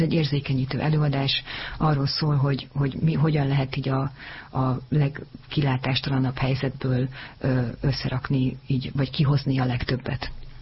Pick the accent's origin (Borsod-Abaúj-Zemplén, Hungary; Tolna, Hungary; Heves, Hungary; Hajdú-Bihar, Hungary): Heves, Hungary; Domoszló; akkor Heves megyei vagyok, vagy Domoszlai, uh-huh. Domoszlónak hívják a falut, ahonnan a szüleim származnak